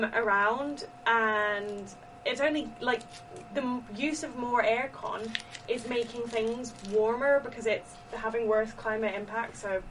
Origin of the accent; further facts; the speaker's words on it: India; moved away; I grew up in India